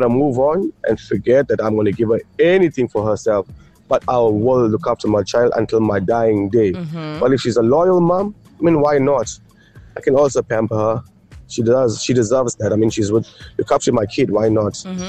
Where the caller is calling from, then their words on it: Phoenix, KwaZulu-Natal, South Africa; I'm from Phoenix.